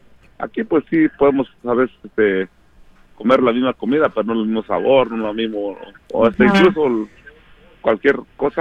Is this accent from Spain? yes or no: no; Santa María Sindú, Mexico; Spanish is a second language; las calles de mi barrio, de mi pueblo, allá de Santa María Sindú, cuando nací, crecí